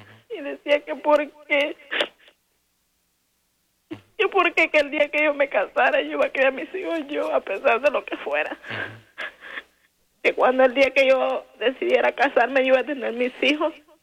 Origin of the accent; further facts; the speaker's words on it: Olanchito, Yoro, Honduras; now in Los Angeles, United States; Yo me crié en el país de Honduras. Vivía en una ciudad que se llama Olanchito.